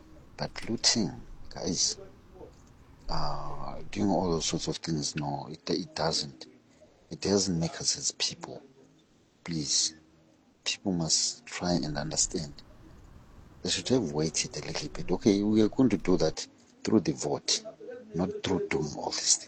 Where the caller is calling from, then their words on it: Gauteng, South Africa; I'm phoning from Gauteng.